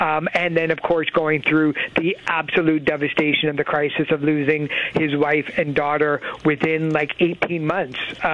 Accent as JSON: {"language": "English", "country": "Canada", "said": "Yeah, and of course, being Canadian, we have to start arguing about whether or not if there's enough Canadian content on there."}